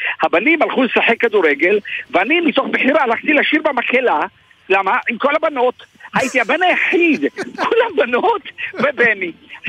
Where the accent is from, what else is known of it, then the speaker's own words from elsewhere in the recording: Ramla, Central District, Israel; moved away as an adult; also born or lived in Jaffa; now in Eilat, Israel; אני יליד יפו, יליד דג'אני, אז גדלתי ברמלה, אחרי צבא אילת, כן, התנודדתי